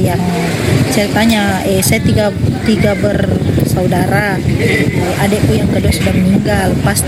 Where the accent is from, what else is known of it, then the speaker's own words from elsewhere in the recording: East Nusa Tenggara, Indonesia; now in Mamuju, Indonesia; Kan saya memang orang Sumba, cuman mamaku menikah lagi toh, jadi ikut sama suaminya ke Mamuju.